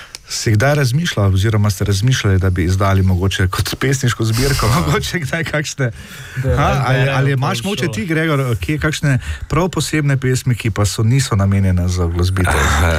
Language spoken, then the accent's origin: Slovenian; Styria, Slovenia; ni, kot rečemo Štajerci, tu ni zajmancija, ne.